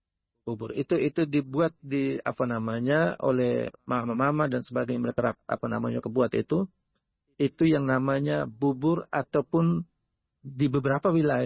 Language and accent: Indonesian; East Nusa Tenggara, Indonesia; Ini ciri khas untuk kami orang Nagekeo